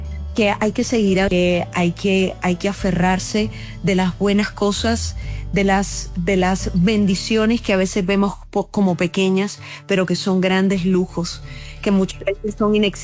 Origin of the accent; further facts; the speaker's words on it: Barranquilla, Atlántico, Colombia; born there; en mi tierra, en Barranquilla